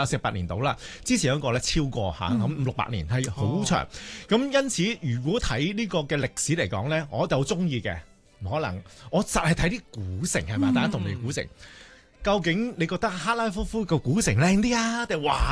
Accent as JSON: {"language": "Cantonese", "country": "Hong Kong"}